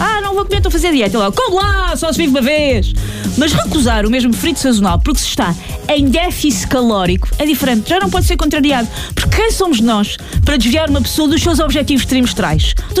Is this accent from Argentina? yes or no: no; Portugal; Como boa portuguesa, eu sempre associo a palavra déficit a algo mau